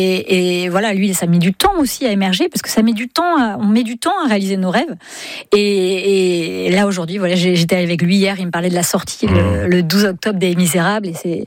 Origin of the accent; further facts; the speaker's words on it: Brittany, France; oui, mais on est breton ou pas?